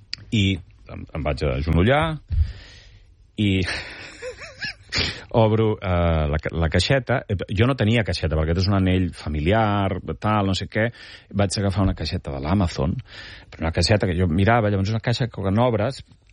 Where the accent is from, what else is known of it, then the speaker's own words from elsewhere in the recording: Altafulla, Catalonia, Spain; No, jo sempre he jugat a Tarragona, o vaig jugar sobretot al meu poble, Altafulla, petitet al Nàstic